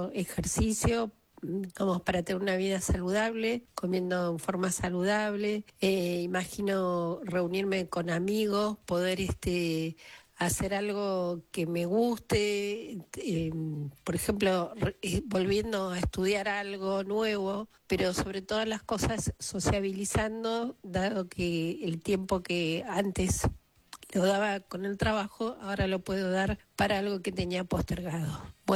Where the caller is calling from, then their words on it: Béccar, Buenos Aires Province, Argentina; de Becar.